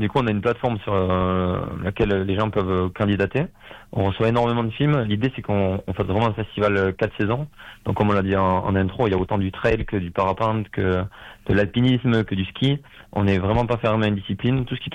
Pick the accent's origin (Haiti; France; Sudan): France; Bagnères-de-Bigorre, Occitanie; On est natifs de Bagnères tous les trois.